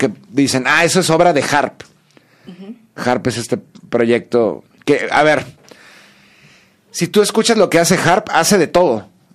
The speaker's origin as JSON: {"language": "Spanish", "country": "Mexico", "said": "y más siendo mexicanos"}